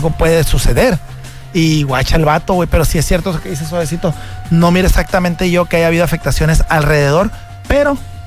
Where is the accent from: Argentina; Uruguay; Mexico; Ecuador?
Mexico; Imagínate que como todo mexicano.